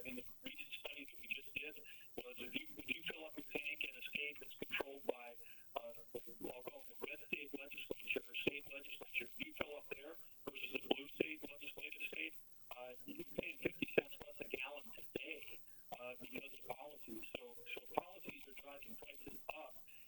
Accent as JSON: {"language": "English", "region": "North Dakota", "country": "United States", "tie": "born or raised there", "said": "now they produce one-tenth of what gets produced out of my home state, North Dakota."}